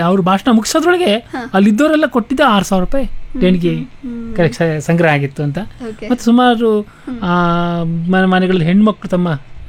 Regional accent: Hosanagara, Karnataka, India; ನಾನು ಹೊಸನಗರದ ಓದ್ನವರೇ ಆದ್ರಿಂದ ಹೊಸನಗರದಲ್ಲಿ ಇದು ಹೇಗಿತ್ತು, ಹೇಗೆ ನಡೀತಿತ್ತು ಅಂದರೆ, ಹೊಸನಗರ ಒಂದು ತುಂಬ ಚಿಕ್ಕ ಹಳ್ಳಿನೇ ಆ ಲೆಕ್ಕದಲ್ಲಿ ಅವಾಗ, ಮತ್ತು ಸಾಕಷ್ಟು ಮುಳುಗಡೆಯಿಂದ ಮುಳುಗೋದಂಥ ಪ್ರದೇಶ.

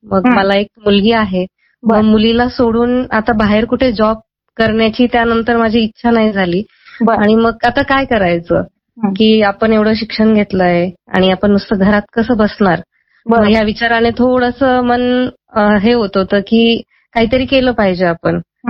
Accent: Nashik, Maharashtra, India; मी मूळची नाशिकचीच आहे, लग्नानंतर मी माझं MSc पूर्ण केलं।

